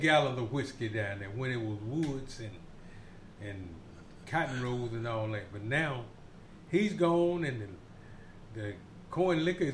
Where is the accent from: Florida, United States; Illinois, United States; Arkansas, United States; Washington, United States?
Arkansas, United States; Marianna; my hometown of Marianna, Arkansas.